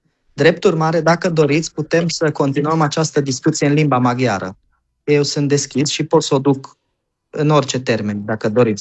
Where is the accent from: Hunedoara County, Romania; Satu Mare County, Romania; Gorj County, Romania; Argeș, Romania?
Satu Mare County, Romania; Suntem sătmăreni toți, suntem români toți, indiferent de etnie.